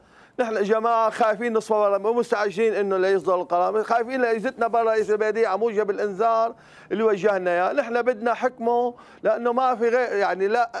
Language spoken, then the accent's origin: Arabic; Syria; نحن لا اسمي سوري حر، أنا اسمي سوري حلو، كل شعب سوريا صار اسمه سوري حلو